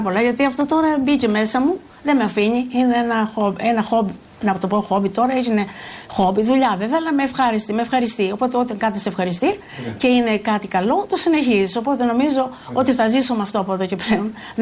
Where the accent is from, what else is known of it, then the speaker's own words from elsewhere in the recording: Ziros, Crete, Greece; moved away as an adult; από τις ιστορίες που άκουγα από τα μικράτα μου μέχρι 22 χρόνια που έφυγε από το χωριό μου τη Ζήρο.